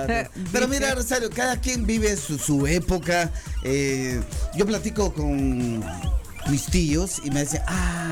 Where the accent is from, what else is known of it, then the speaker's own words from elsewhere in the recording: Guatemala; also born or lived in Uruguay; Años me vine de Uruguay para vivir aquí en Guatemala.